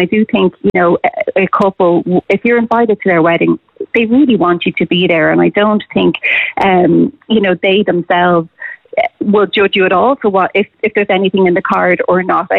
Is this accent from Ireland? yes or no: yes; Ireland; I don't know if it will get to a point as Irish people where we'll turn up to a wedding